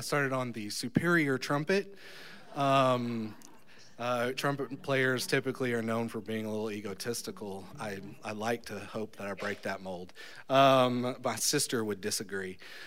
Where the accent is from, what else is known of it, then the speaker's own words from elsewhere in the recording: Houston, Texas, United States; I grew up in Texas